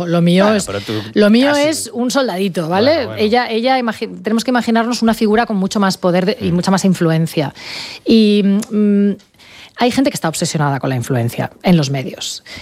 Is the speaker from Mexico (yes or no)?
no; Sant Feliu de Llobregat, Catalonia, Spain